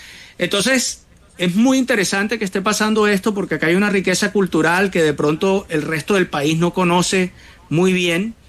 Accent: Barranquilla, Atlántico, Colombia; Y yo le digo, no, al contrario, no hay nada más barranquillero que un nombre raro.

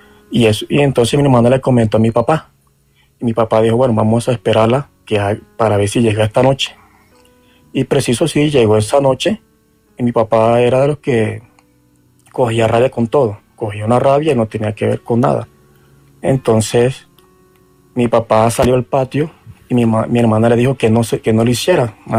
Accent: Chiriguaná, Cesar, Colombia; born there; now in Mosquera, Colombia; yo me tocó trasladarme de Mosquera a Chiriguaná, a mi pueblo.

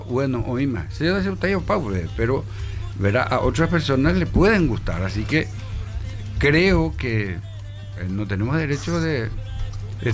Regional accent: Paraguay; nuestro espíritu como paraguayo, como raza guaraní

